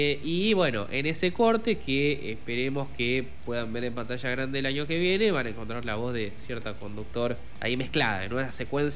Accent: Argentina; los únicos que pensamos que el cine argentino es una mierda somos los argentinos.

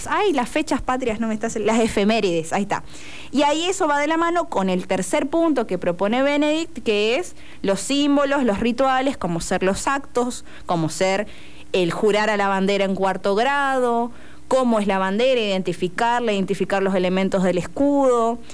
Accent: Argentina; bueno, sí, mi documento dice que soy argentino, pero a mí mucho que, no sé, no me pasa, pero pienso en la lengua, ¿no? Vamos acá mismo en Misión

